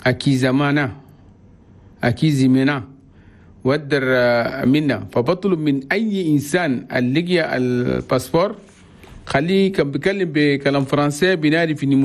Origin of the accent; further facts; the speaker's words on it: Chad; بقول الله يقبل صلاته وكل الصدقات عشان ربنا بيجيب لنا العافية والسلام في بلدنا تشاد.